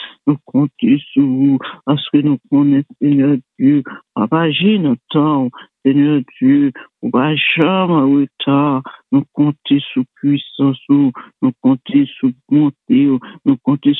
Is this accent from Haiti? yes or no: yes; Haiti; pays nous, Haïti